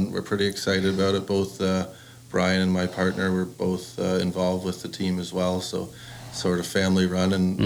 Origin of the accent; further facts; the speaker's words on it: Port Hope, Ontario, Canada; Port Hope area.